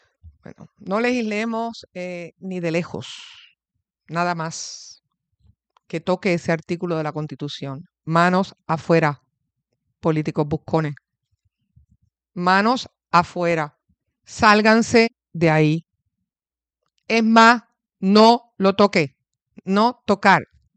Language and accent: Spanish; Mayagüez, Puerto Rico; yo no soy de Manatí, sé que hay … Manatí, no soy de Manatí, soy de Mayagüez … son de Añasco y Cabo Rojo, y bueno, del área oeste.